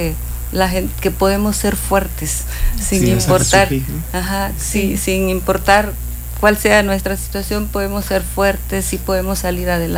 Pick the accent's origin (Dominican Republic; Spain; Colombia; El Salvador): El Salvador; also born or lived in Cancún; now in Playa del Carmen, Mexico; Yo he vivido mucho tiempo en Cancún, viví mucho tiempo aquí. Digo, soy salvadoreña porque pues de allá es la historia. Sí. Pero yo vine aquí hace 25 años.